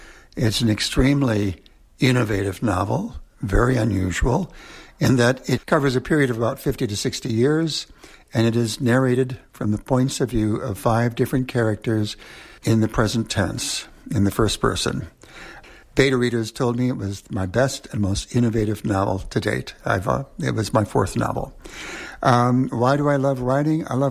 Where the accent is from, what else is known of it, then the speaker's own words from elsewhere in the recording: Minneapolis, Minnesota, United States; I'm from Minneapolis.